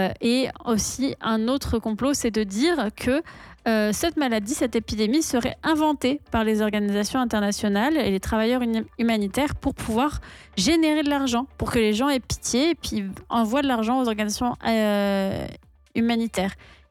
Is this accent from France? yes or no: yes; France; parce que bon, vous l'entendez à mon accent, je suis française, mais j'ai un petit intérêt quand même pour la Norvège.